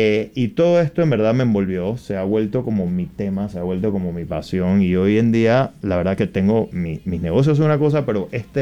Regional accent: Panama; born there; Yo nací en Panamá, yo soy panameño

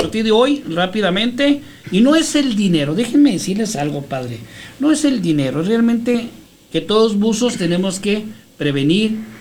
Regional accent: Mexico; pues imagínense qué orgulloso sería yo como mexicano que se viniera a Juárez

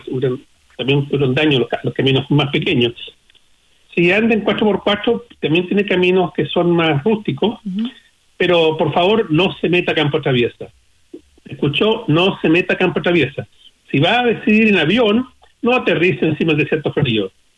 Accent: Copiapó, Atacama, Chile; yo que de chico nací en Coyapó

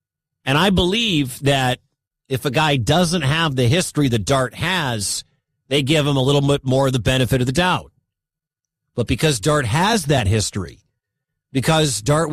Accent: Detroit, Michigan, United States; I love you, Detroit. I was born in Detroit. I'm from there.

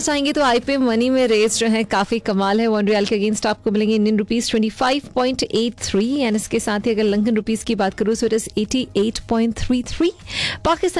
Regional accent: Raipur, Chhattisgarh, India; मैं भारत से आती हूँ, भारत के स्टेट राज्य छत्तीसगढ़ से मैं आती हूँ। छत्तीसगढ़ में रायपुर जो है वो मेरे शहर का नाम है और वैसे छत्तीसगढ़ को धान का कटोरा भी कहा जाता है।

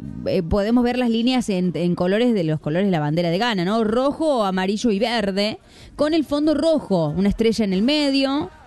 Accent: Argentina

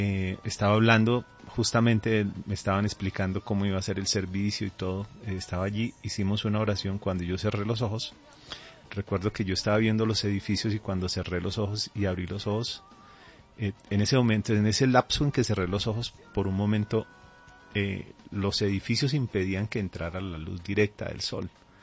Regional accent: Colombia; also born or lived in Caracas, Venezuela; De hecho, soy nacido en Caracas, criado aquí en Colombia desde los 2 años.

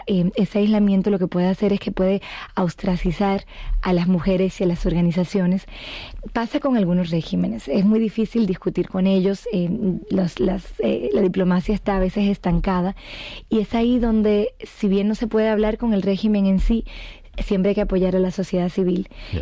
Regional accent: Dominican Republic; also born or lived in France / Madrid; La verdad es que soy franco-dominicana. Y de hecho crecí en el Caribe. Mi mamá es dominicana y viví en Madrid hasta hace poco

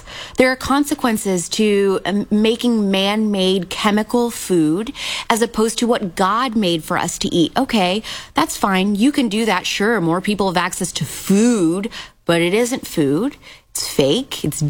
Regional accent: Midwest, United States; I'm from the Midwest.

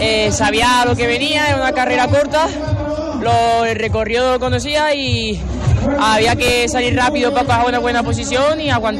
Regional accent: Lucena, Andalusia, Spain; Lucena es mi pueblo

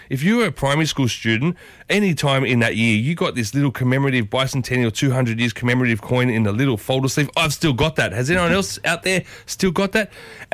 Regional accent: Australia

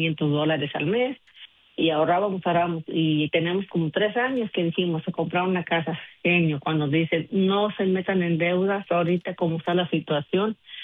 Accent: Guanajuato, Mexico

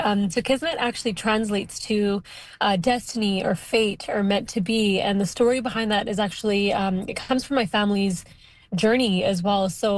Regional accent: Oliver, British Columbia, Canada; I'm born and raised in Oliver, so I grew up running around these vineyards.

